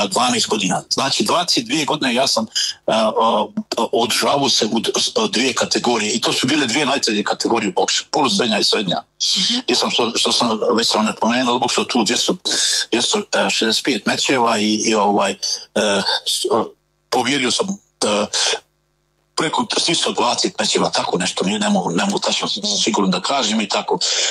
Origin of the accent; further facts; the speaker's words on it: Zenica, Federation of Bosnia and Herzegovina, Bosnia & Herzegovina; dok sam bio ja ovako mlađi, bio sam nestrašan i znate, odrastao sam u Zenci, tako i po školama